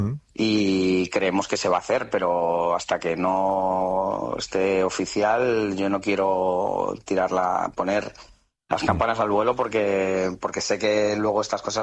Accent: Madrid, Community of Madrid, Spain; Es increíble que esto nos pueda pasar. Como vallecano, como

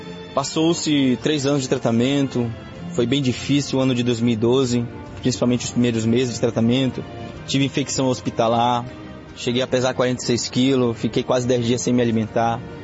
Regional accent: Manaus, Amazonas, Brazil; tenho 28 anos de idade, sou de Manaus, Amazonas.

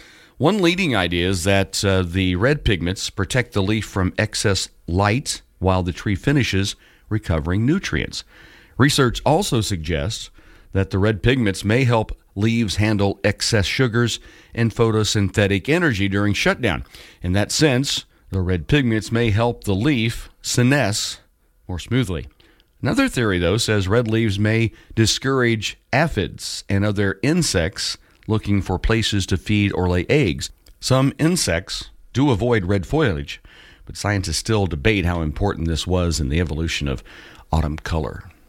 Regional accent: Missouri, United States; I grew up in Missouri, and forests and trees that covered up those old gravel roads would become gorgeous this time of year.

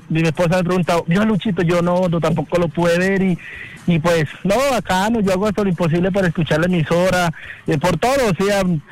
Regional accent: Montería, Córdoba, Colombia; Yo soy de Córdoba, Montería.

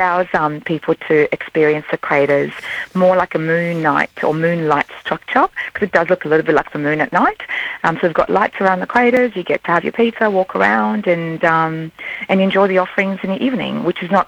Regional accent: Melbourne, Victoria, Australia; moved away; So we're from Melbourne originally. We've been here for 3 years and we love pizza.

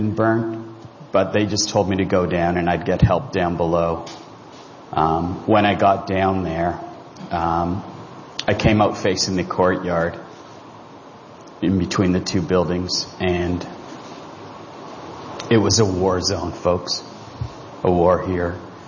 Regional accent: Canada; moved away; I'm a Canadian

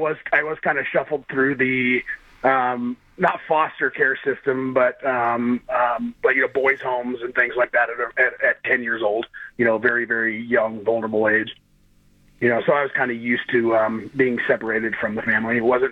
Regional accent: Oregon, United States; I grew up in Oregon.

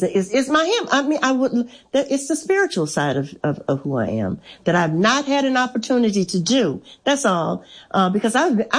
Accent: Louisiana, United States; also born or lived in Texas; I was raised in Louisiana, but all of my accolades, everything, all of my, you know, the things that really mattered actually was in Texas.

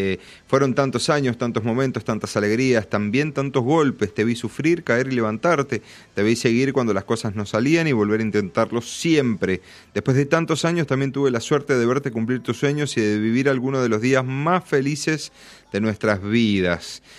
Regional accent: Argentina; Tenemos que ser unos agradecidos como argentinos de tener a Messi con nosotros.

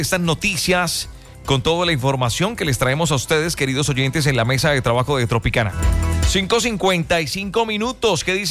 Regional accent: Norte de Santander, Colombia; allá a mí me da tristeza porque es mi tierra

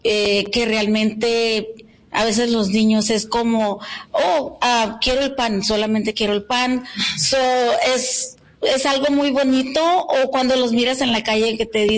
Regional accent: Mexicali, Baja California, Mexico; moved away; Yo soy del Valle de Mexicali, del Ejido Hermosillo. Me vine aquí en el año 92

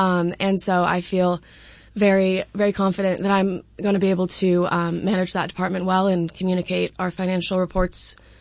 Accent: Spokane, Washington, United States; I grew up in around Mount Spokane and grew up skiing on the mountain.

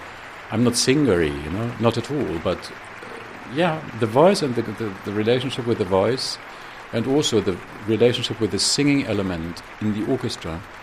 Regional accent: Dresden, Saxony, Germany; there was one restaurant, a very classy restaurant in Dresden, in my hometown where I grew up, and in a very nice hotel.

